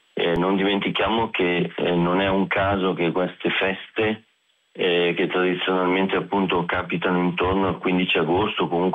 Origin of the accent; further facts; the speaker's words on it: Lombardy, Italy; io vengo dalla diocesi di Cremona